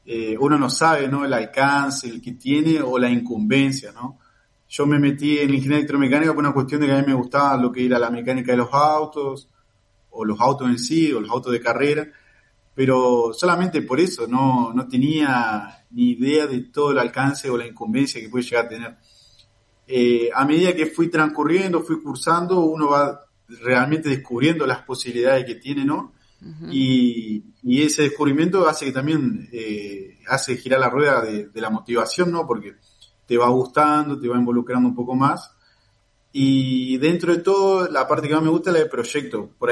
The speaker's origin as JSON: {"language": "Spanish", "town": "Paraná", "region": "Entre Ríos", "country": "Argentina", "tie": "born or raised there", "moved": "as an adult", "lives_now": "Crespo, Argentina", "said": "yo soy oriundo de Paraná, pero las vueltas de la vida, yo nací en Crespo por una condición de que mi vieja tenía el médico que la atendía acá en Crespo. Entonces yo nací en Crespo, pero enseguida me fui a Paraná, ¿no? Yo no conocía a Crespo y las vueltas de la vida salió una oportunidad laboral y bueno, volví a estos lados"}